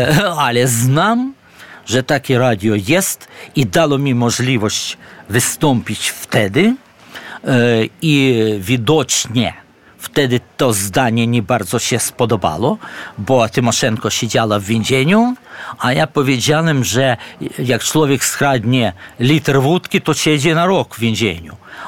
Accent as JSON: {"language": "Polish", "region": "Kyiv", "country": "Ukraine", "moved": "as an adult", "lives_now": "Poland", "said": "I tak dla skrótu to Polak Kijowski."}